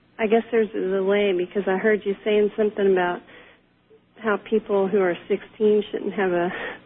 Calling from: Florida, United States; I'm in Florida.

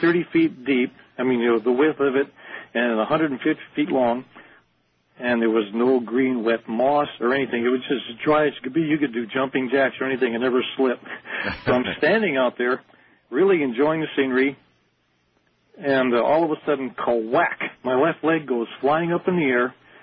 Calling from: Kailua, Hawaii, United States; I'm calling from Kailua, Hawaii.

